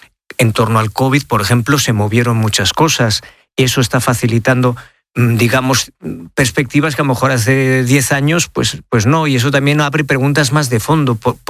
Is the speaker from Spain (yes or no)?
yes; Spain